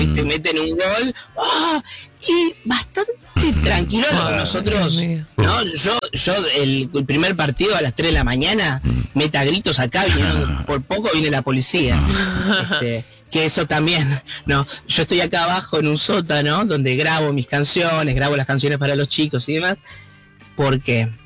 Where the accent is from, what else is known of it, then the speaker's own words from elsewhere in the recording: Argentina; moved away as an adult; now in Germany; porque somos todos de Argentina.